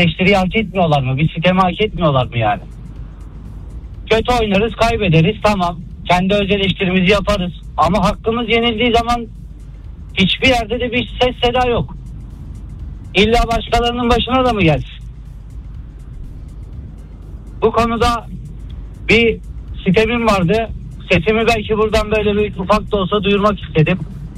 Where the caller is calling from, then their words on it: Istanbul, Turkey; Ben İstanbul Beşiktaş'tan arıyorum.